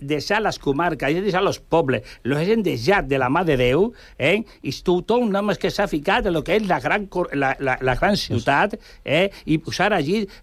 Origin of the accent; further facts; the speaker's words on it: Extremadura, Spain; moved away as an adult; Perdona, allà al meu poble, en Extremadura... que vaig sortir jo amb 19 anys i tinc ara 80, ja estava així.